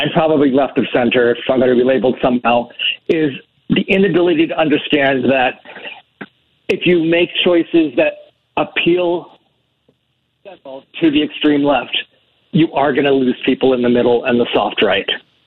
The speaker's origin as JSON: {"language": "English", "region": "East Coast", "country": "United States", "tie": "born or raised there", "moved": "yes", "lives_now": "Chicago, United States", "said": "60-year-old white gay man, voted Democrat virtually his whole life, grew up in the East Coast, recovered Catholic"}